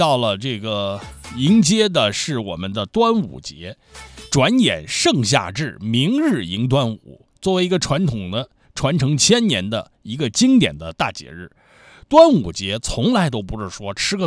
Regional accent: China; 我们中国人对于夏日安康美好的种种期许

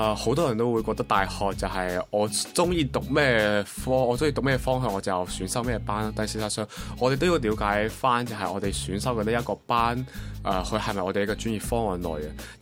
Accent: Macau; 来自澳门的

